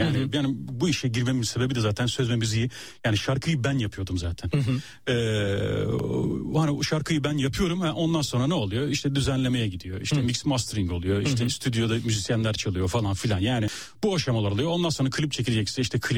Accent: Ankara, Turkey; Tabii ben orada doğup büyüdüm. Hı-hı. Yani aslında hani memleket Çanakkale, kütük olarak Çanakkale yazıyor. Fakat işte dediğim gibi Ankara'da doğup büyüdüm ben yani.

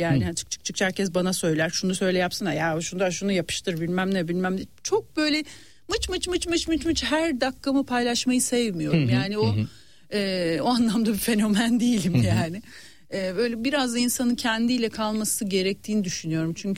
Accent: Istanbul, Turkey; ben doğma büyüme Beşiktaşlıyım şu anda. Vatanımdayım yani. Vatanımdayım.

